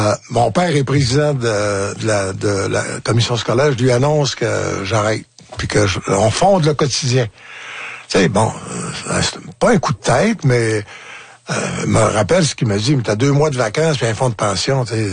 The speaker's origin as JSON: {"language": "French", "town": "Saint-David-de-Falardeau", "region": "Quebec", "country": "Canada", "said": "Oui. Je viens de Falardeau."}